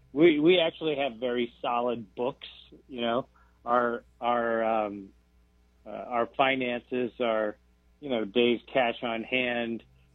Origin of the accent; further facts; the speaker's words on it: United States; being an American and having this, you know, incredible privilege to live in this country.